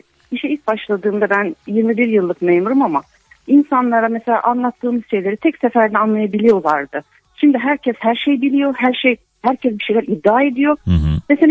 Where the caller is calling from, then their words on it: Kocaeli, Turkey; ben Kocaeli'den.